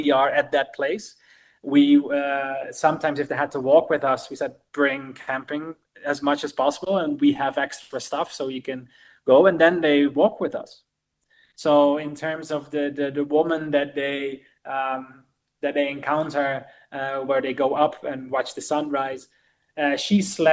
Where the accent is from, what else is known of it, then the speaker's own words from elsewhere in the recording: Netherlands; English is a second language; At the moment, you know, we are from the Netherlands.